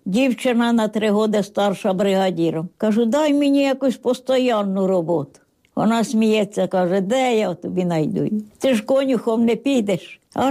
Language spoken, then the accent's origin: Ukrainian; Fedunka, Poltava Oblast, Ukraine; born or raised there